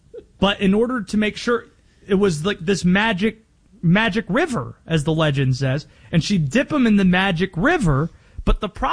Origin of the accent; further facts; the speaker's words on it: North Carolina, United States; If any of your players that start for you come from Wingate, all due respect to my home state and to that fine university